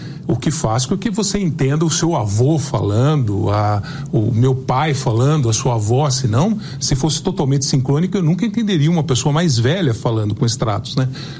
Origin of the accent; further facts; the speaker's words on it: Brazil; na minha época, na minha geração, no meu interior, onde eu nasci e fui criado, não se usava cipá, né? Mas na década de 80 aqui já se usava cipá na Grande São Paulo, em Osasco e tal.